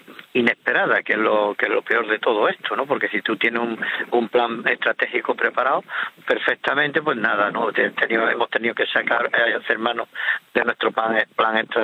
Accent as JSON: {"language": "Spanish", "region": "Ceuta", "country": "Spain", "tie": "born or raised there", "said": "y yo soy de aquí de Ceuta y nacido aquí en Ceuta."}